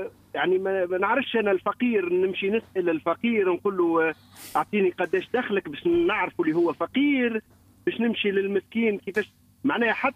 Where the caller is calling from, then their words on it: Tunisia; خويا انا من تونس،